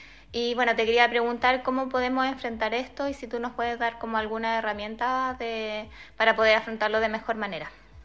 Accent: Santiago, Santiago Metropolitan Region, Chile; moved away as an adult; now in Barcelona, Spain; contarte que nosotros somos de Santiago de Chile, y hace un año nos vinimos acá a Barcelona, yo con mis dos hijos y mi marido

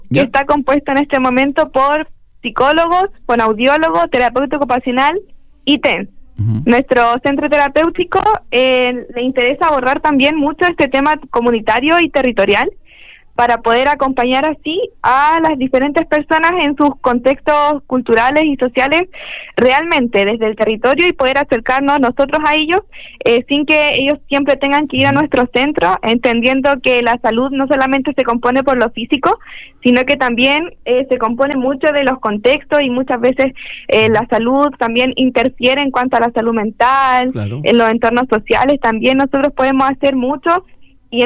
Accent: Valparaíso, Chile; Vamos a hablar de nuestra identidad como porteños, ¿ya?

